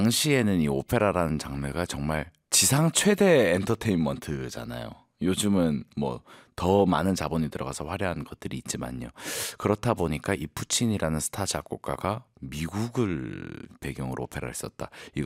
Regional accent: South Korea; 우리는 한국인으로서

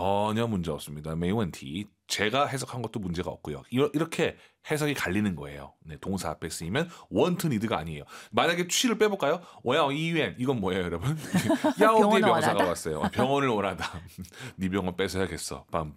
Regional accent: Beijing, China; 저는 북경 출신이기 때문에 날 많이 썼습니다.

